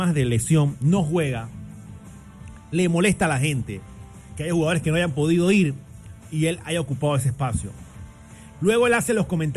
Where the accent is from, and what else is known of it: Panama